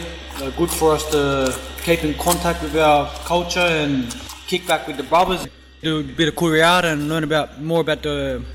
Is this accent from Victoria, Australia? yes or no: no; Mount Druitt, New South Wales, Australia; I grew up in Mount Druitt all my life.